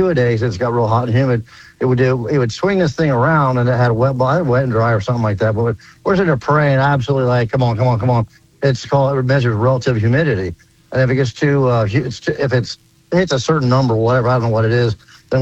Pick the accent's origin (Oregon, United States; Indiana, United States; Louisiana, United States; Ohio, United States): Ohio, United States; Kettering; born there; I played at Fairmont East High School in Kettering